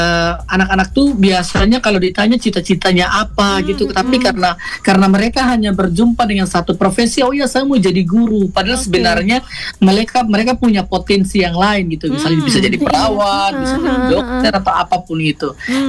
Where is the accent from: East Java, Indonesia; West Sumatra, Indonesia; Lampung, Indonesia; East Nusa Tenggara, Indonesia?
East Nusa Tenggara, Indonesia; Saya dari Pulau Sumba, tepatnya di Sumba Barat Daya yang senjanya sangat indah.